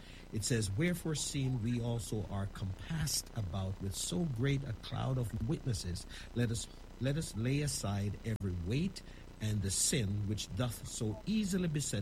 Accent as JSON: {"language": "English", "country": "Jamaica", "tie": "born there", "said": "I'm a Jamaican, if you can figure that out. I was born in Jamaica, yes, and I have not forgotten my dialect either."}